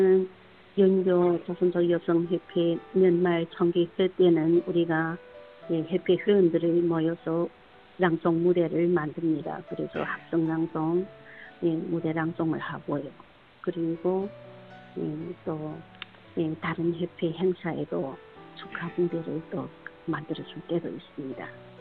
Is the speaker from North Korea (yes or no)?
no; China; 네 우리가 조선족으로서 우리 말 우리 글을 사랑하고 정말 조선족으로서의 근지감을 갖고 뜨뜻하게 이 사회에서 예, 활약하는